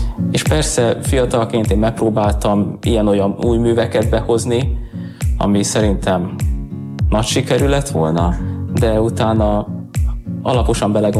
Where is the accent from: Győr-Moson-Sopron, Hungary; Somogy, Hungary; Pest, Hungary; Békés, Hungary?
Győr-Moson-Sopron, Hungary; Sopron; now in Debrecen, Hungary; Én soproni származású vagyok, vagyis az ország másik végéről érkeztem ide